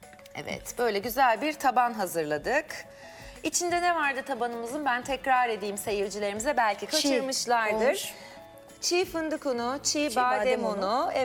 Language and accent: Turkish; Nazilli, Aydın, Turkey; Bir Egeli olarak